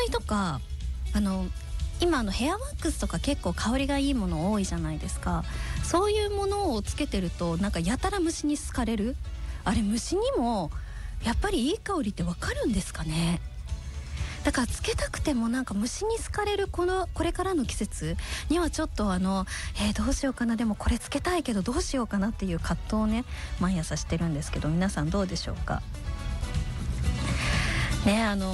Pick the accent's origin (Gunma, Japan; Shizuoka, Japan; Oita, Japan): Gunma, Japan; 私は出身が群馬なので、どっちかというとお魚はもう海なし県なんでね、